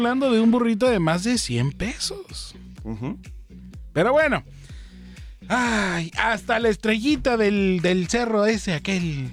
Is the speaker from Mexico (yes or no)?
yes; Mexico; Pero es que así somos los mexicanos.